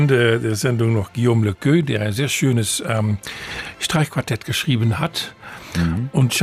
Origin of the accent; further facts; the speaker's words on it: Brussels, Brussels-Capital Region, Belgium; born there; Ja, ich bin in Brüssel geboren, also viel belgische Komponisten heute.